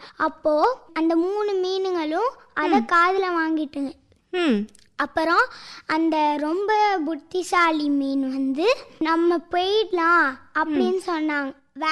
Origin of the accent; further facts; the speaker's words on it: Karaikal, Puducherry, India; நான் வந்து காரைக்கால்ல இருந்து வந்தேன்.